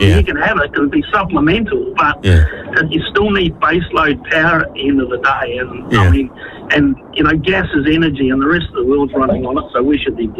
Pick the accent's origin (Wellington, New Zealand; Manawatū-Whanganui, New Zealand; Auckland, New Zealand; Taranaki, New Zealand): Taranaki, New Zealand; New Plymouth; moved away; I'm from New Plymouth originally